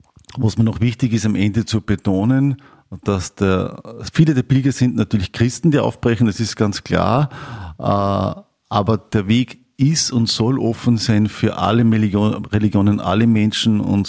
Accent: Upper Austria, Austria; für mich als Oberösterreicher

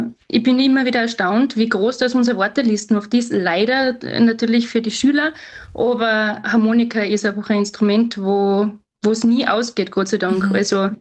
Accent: Eisenerz, Styria, Austria; born there; moved away as an adult; now in Salzburg, Austria; ich sitze gerade in Salzburg, da bin ich jetzt auch gerade daheim und ich bin eigentlich gebürtige Steirerin aus Eisenerz, aus der Obersteiermark und bin dann wegen einem Studium aufs Mozarteum gekommen nach Salzburg und dann klassischerweise hängen geblieben.

